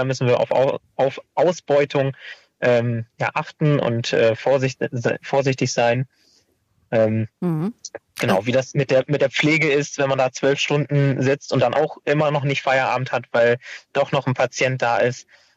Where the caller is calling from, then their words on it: Bad Laer, Lower Saxony, Germany; Bad Laa, das ist genau 8 Kilometer von der Grenze entfernt.